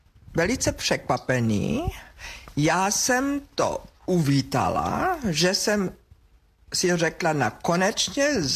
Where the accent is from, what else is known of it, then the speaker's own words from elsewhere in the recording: Germany; Czech is a second language; moved away as an adult; now in Prague, Czech Republic; Musím říct, nikdy mě nedal nikdo najevo, že jsem Němka.